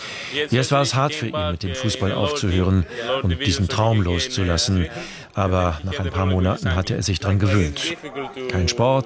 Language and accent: German; Central Macedonia, Greece; German is a second language; ich komme aus Chalkidiki. Meine Eltern haben hier eine Pizzeria direkt am Meer.